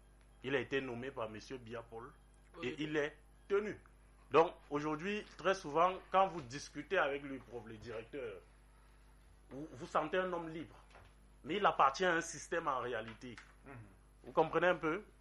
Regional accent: Cameroon; il faut quand même, on est des Camerounais, c'est pas de la corruption.

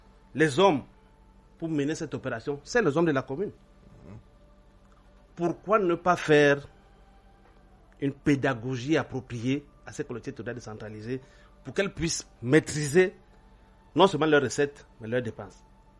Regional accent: Cameroon; On est chez nous au Cameroun.

